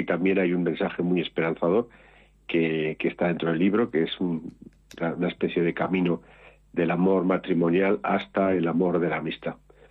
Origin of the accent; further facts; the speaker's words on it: Barbastro, Aragon, Spain; born there; now in Madrid, Spain; sobre todo y específicamente Barbastro. Es decir, yo me siento muy aragonés